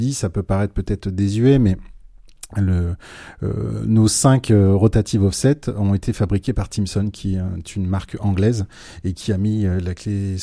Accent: Hauts-de-France, France; Je pense que moi, je viens de l'Oise, hein. Le week-end, ma maison est sur Amiens, mais je découvre l'Orne semaine après semaine depuis 7 mois.

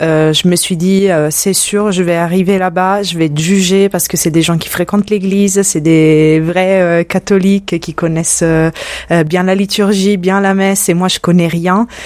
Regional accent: Sicily, Italy; Me concernant, donc je viens d'Italie, je viens de Sicile tout particulièrement et comme beaucoup le savent, la foi est très ancrée. là-bas. Donc, je viens d'une famille catholique, chrétienne.

